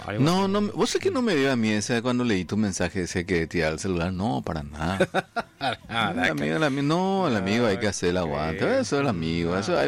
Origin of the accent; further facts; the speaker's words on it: Paraguay; Soy paraguayo y qué.